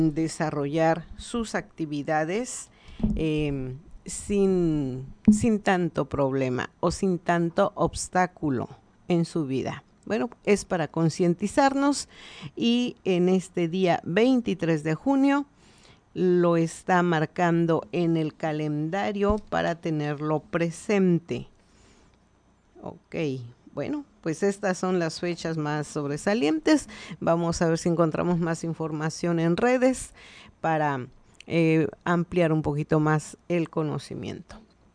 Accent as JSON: {"language": "Spanish", "region": "Guerrero", "country": "Mexico", "said": "Qué bonita es mi tierra"}